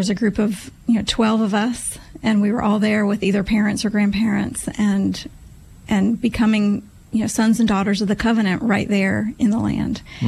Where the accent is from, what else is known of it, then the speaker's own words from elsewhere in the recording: Midwest, United States; also born or lived in New York City, United States / Wisconsin, United States / Illinois, United States / Iowa, United States; I was born in New York City and then ended up spending most of my upbringing in the Midwest, Wisconsin, Illinois, and Iowa.